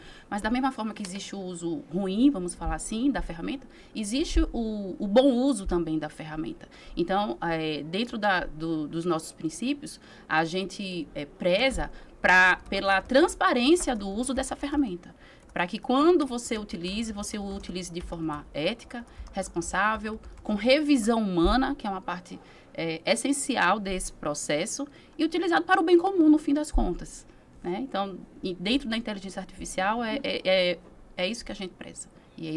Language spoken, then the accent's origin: Portuguese; Sergipe, Brazil; moved away; Eu sou de Sergipe, falo isso sempre com muito orgulho. Eu vim de uma outra realidade.